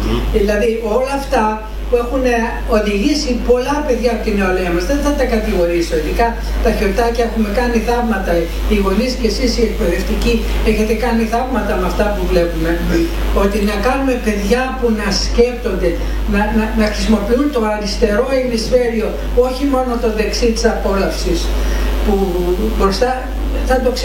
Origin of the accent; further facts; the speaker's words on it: Greece; also born or lived in United States; Είμαστε Έλληνες.